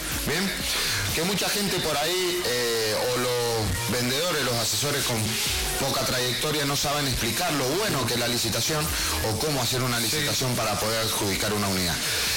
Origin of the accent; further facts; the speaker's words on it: Argentina; somos argentinos.